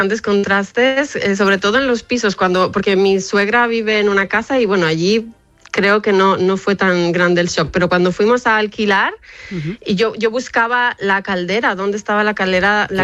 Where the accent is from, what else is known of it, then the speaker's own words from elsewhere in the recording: Alicante, Valencian Community, Spain; La costa, por ejemplo, aquí, bueno, de donde yo soy, en Alicante, está todo muy construido.